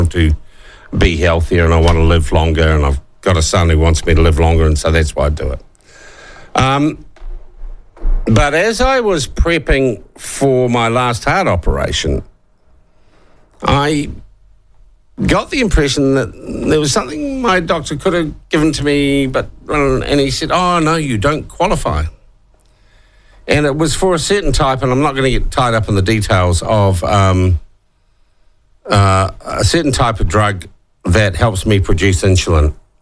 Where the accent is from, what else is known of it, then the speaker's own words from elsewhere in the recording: New Zealand; I am a Pacific Islander because I'm a New Zealander, and that's an island in the Pacific.